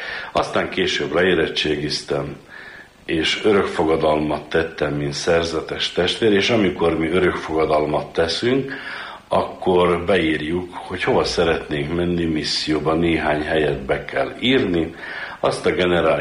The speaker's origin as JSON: {"language": "Hungarian", "region": "Trnava Region", "country": "Slovakia", "said": "én felvidéki magyar vagyok, Galánta környékéről, pontosan Nátszegről, a község neve."}